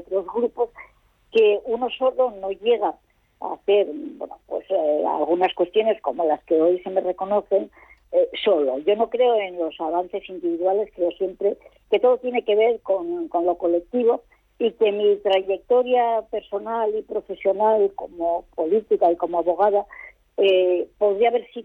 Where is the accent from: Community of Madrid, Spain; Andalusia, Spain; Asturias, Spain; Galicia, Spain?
Asturias, Spain; Gijón; also born or lived in San Sebastián; Sí, nací casualmente en San Sebastián, por eso no puedo ser hija predilecta, tengo que ser hija adoptiva. Lo que pasa es que efectivamente Gijón desde el primer mes y Asturias son mi ciudad y mi región.